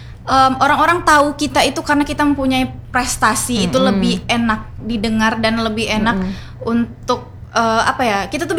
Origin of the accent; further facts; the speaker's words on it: Bengkulu, Indonesia; kita kan berasal dari Indonesia, berasal dari Provinsi Bengkulu.